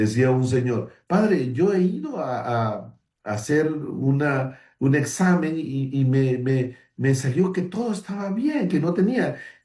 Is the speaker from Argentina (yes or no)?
no; Tumbes, Peru; moved away; yo soy de Tumbes, en el norte